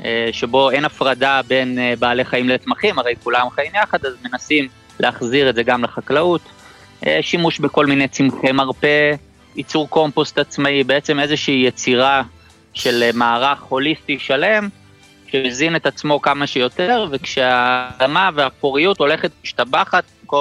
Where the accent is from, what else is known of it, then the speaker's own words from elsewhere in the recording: Harashim, Northern District, Israel; אנחנו בעצם גדלנו על ברכיו של יקב הר מירון